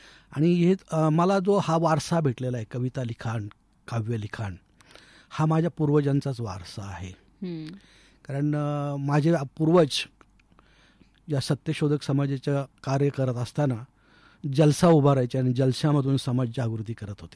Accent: Somthane Khurd, Maharashtra, India; मी अहिल्यानगर जिल्ह्यामध्ये पाथर्डी तालुक्यात सोमठाणे खुर्द एक छोटंसं गाव आहे, त्या खेडेगावामध्ये माझा जन्म झाला आणि माझं बालपण संपूर्ण त्या ठिकाणीच गेलेलं आहे। ऍक्च्युली हे जे सोमठाणे खुर्द हे गाव आहे, हे अहिल्यानगर जिल्ह्यातलं एक ऐतिहासिक गाव आहे।

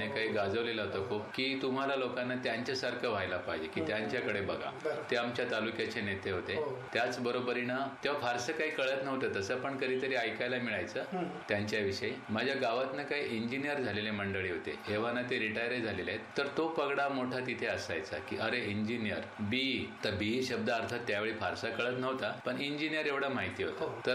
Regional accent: Kasar Pimpalgaon, Maharashtra, India; also born or lived in Varur, Shevgaon / Ahmednagar (Maliwada); माझा जन्म वरूर शेवगाव इथला आणि माझं मूळ गाव कासार पिंपळगाव जे तिसगावच्या जवळ आहे

